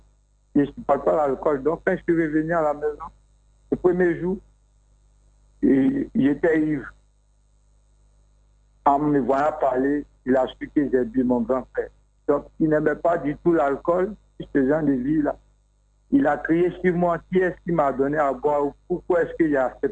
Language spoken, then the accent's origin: French; Bouaké, Vallée du Bandama, Côte d’Ivoire; moved away; je suis né à Boaké, j'ai grandi à Boaké à la maternité dans un store, camp commando là. Mmh. Et j'ai passé tout mon enfance à Boaké